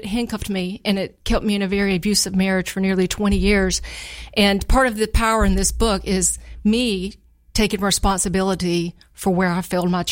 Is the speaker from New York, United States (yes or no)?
no; Kershaw, South Carolina, United States; also born or lived in Maryland / Myrtle Beach; And I call my hometown Kershaw, South Carolina. I went to Andrew Jackson High School, but we moved to Maryland. I went to high school up there. We lived in Myrtle Beach. So I'm not really from anywhere, honestly.